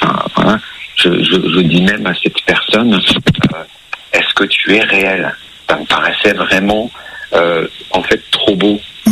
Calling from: Grand Est, France; j'habite en Alsace, dans la superbe région d'Alsace.

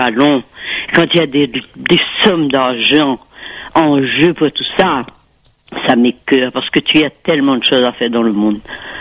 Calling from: France; moi, je suis française

